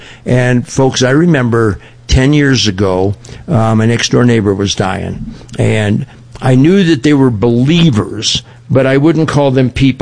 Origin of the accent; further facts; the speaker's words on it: Pacific Palisades, California, United States; also born or lived in Orange County; I was raised in Pacific Palisades, California. Yes, the house burned down, the schools burned down, everything.